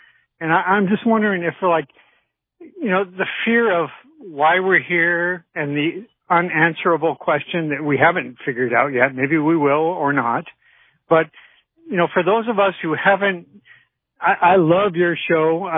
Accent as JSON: {"language": "English", "town": "Sedona", "region": "Arizona", "country": "United States", "tie": "born or raised there", "said": "And well, I grew up in Sedona, Arizona."}